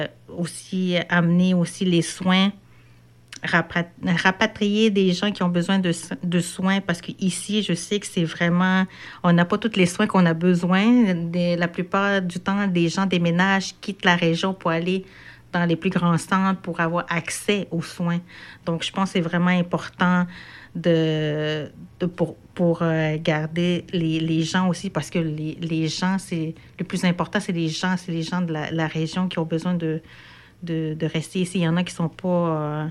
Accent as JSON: {"language": "French", "town": "Natashquan", "region": "Quebec", "country": "Canada", "said": "je viens de Natashquan, la communauté Innu Noutarkwan."}